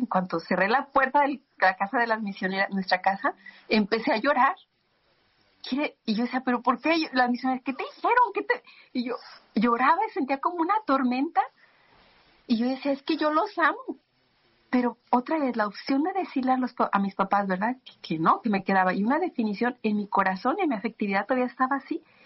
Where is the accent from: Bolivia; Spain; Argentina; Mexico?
Mexico; Guadalajara, Jalisco; moved away as an adult; also born or lived in Mexico City / Guatemala / San Francisco; salí de mi pueblo de México, era Guadalajara